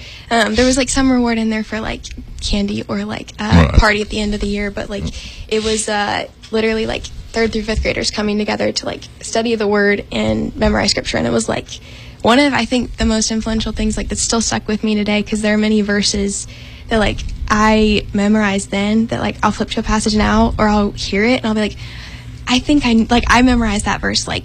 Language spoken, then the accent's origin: English; Augusta, Georgia, United States; But I've been born and raised in Augusta, lived here my whole life, love the area.